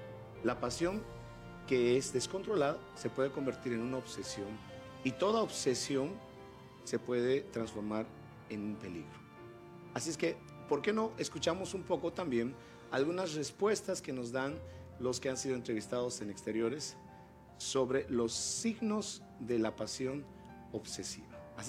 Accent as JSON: {"language": "Spanish", "country": "Bolivia"}